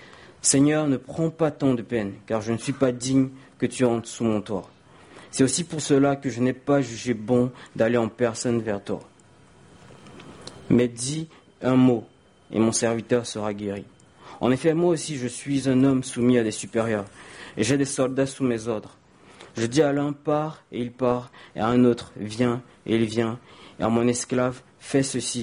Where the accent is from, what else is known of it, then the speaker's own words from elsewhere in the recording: Cameroon; now in France; je suis camerounais.